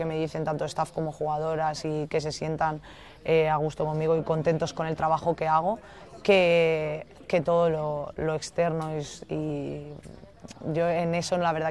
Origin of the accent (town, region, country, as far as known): Balearic Islands, Spain